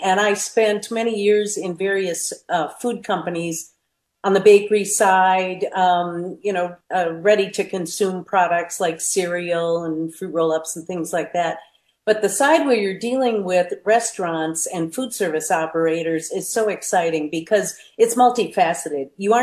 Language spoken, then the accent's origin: English; Wisconsin, United States; I mean, I grew up in Wisconsin, so they used to say this about bars in Wisconsin